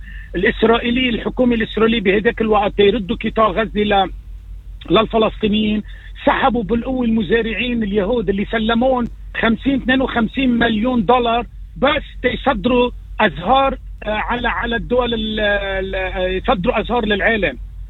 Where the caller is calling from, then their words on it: Lebanon; وهذا نفس الشيء عندنا بلبنان